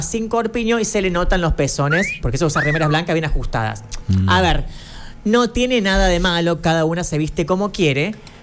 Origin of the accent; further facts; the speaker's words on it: Córdoba, Argentina; born there; Yo soy de San Vicente, amora. Nací en San Vicente.